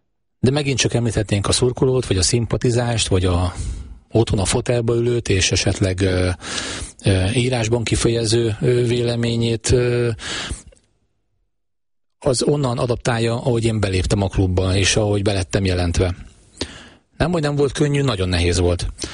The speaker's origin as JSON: {"language": "Hungarian", "town": "Pécs", "region": "Baranya", "country": "Hungary", "moved": "as an adult", "lives_now": "Nyíregyháza, Hungary", "said": "én is egy megyeszékhelyről érkezek, ugye én pécsi vagyok"}